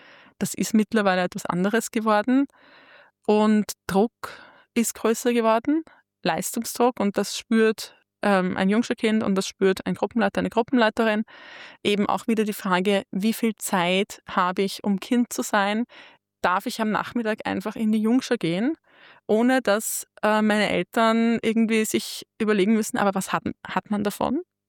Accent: Vienna, Austria; born or raised there

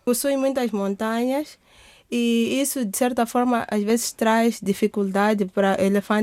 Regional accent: Mozambique; I come from Mozambique.

